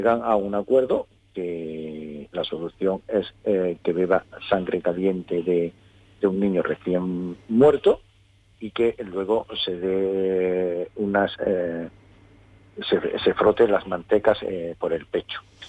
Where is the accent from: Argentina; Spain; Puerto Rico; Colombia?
Spain; Almería, Andalusia; Yo que soy de Almería